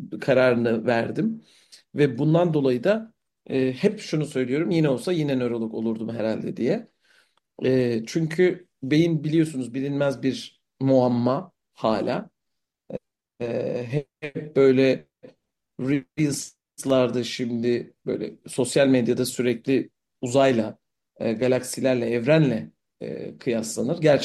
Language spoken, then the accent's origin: Turkish; Mersin, Turkey; also born or lived in Konya; 1983 Konya doğumlu. Baba tarafından Silifke'liyim, Mersinliyim. O yüzden bütün ilk öğrenimimi, ilk ortaokul ve lise öğrenimimi Mersin'de geçirdim.